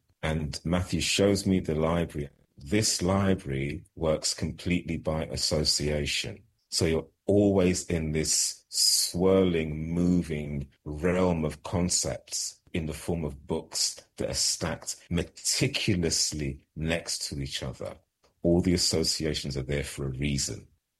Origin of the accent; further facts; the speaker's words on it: London, United Kingdom; born there; I was born in London in 1963.